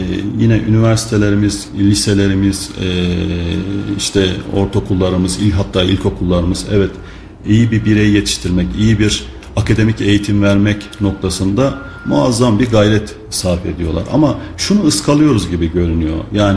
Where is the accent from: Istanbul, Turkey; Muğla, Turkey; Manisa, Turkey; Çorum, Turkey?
Muğla, Turkey; Marmaris; born there; Şimdi benim Marmaris, Muğla Marmaris doğumluyum.